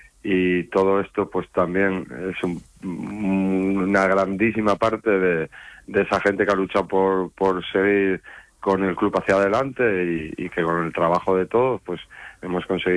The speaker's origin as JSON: {"language": "Spanish", "region": "Cantabria", "country": "Spain", "said": "Sí, yo soy cántabro y bueno, soy del Racing desde pequeño"}